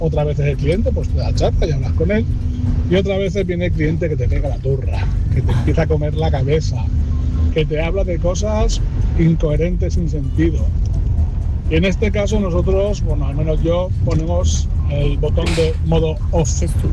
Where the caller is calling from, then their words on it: Mallorca, Balearic Islands, Spain; taxista de Mallorca.